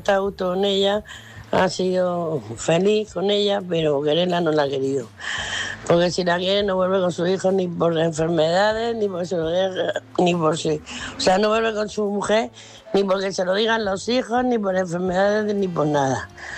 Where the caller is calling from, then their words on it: Murcia, Region of Murcia, Spain; de Murcia.